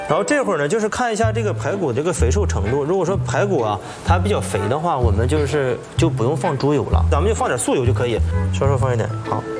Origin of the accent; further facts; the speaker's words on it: Chifeng, Inner Mongolia, China; moved away; 这个荞麦呢是我们内蒙古赤峰市敖汉产的，也是就是我们家乡的特产。